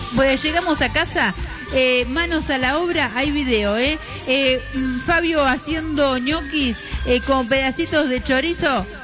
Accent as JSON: {"language": "Spanish", "region": "Chaco", "country": "Argentina", "said": "es de Chaco, es de mi pueblo, es de mi provincia"}